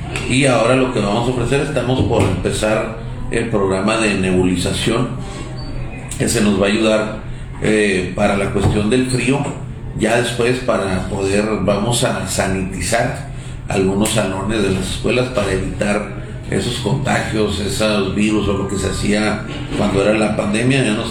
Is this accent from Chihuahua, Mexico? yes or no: yes; Ciudad Juárez, Chihuahua, Mexico; de los juarenses, de los que vivimos aquí.